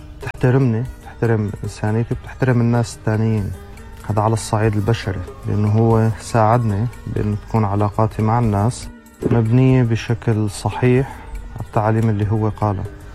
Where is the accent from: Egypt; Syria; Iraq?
Syria; now in Europe; أنا سوري، أقيم حاليا في أوروبا ومؤمن بالمسيح من قرابة 7 سنوات.